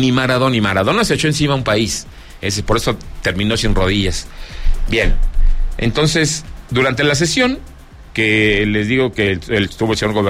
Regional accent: Zacatecas, Mexico; unos de los amigos frecuentes de mi tierra Zacatecas

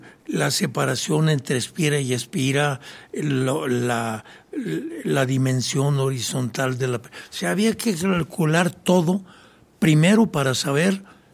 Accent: Ojo Caliente, Zacatecas, Mexico; born or raised there

